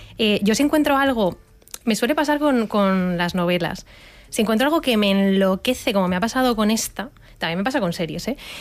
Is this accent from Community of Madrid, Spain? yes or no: yes; Madrid, Community of Madrid, Spain; Y es alucinante porque realmente tú, como madrileño, asocias las fiestas a irte fuera, las fiestas, claro, de tu pueblo, que están en otro sitio, pero de repente cuando las vives aquí es una experiencia muy chula.